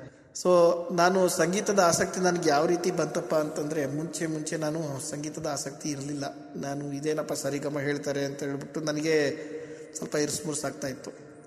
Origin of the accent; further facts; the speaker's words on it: Galihalli, Karnataka, India; now in Mysuru, India; ನನ್ನ ಊರು ಚಿಕ್ಕಮಗಳೂರು ಜಿಲ್ಲೆಯ ಕಳಸಾಪುರ ಹತ್ತಿರ ಒಂದು ಕುಗ್ರಾಮ ಗಾಳಿಹಳ್ಳಿ ಅಂತ.